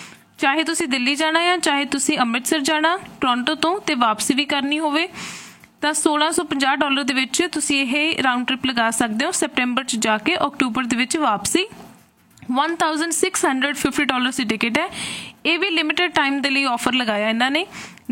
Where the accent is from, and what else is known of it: Punjab, India; moved away